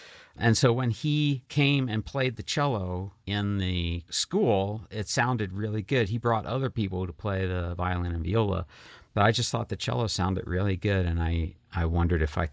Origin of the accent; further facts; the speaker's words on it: Pennsylvania, United States; now in Lansing, United States; My classical music station growing up in Pennsylvania was really formative for me.